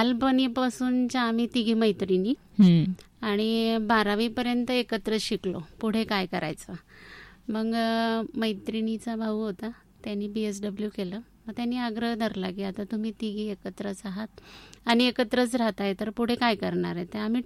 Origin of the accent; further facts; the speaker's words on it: Latur, Maharashtra, India; moved away as an adult; now in Ahmednagar, India; मी मूळची लातूरचीच. माझं पूर्ण शिक्षण म्हणजे ग्रॅज्युएशनपर्यंत लातूरमध्येच झालं आणि जन्मगावही तेच आहे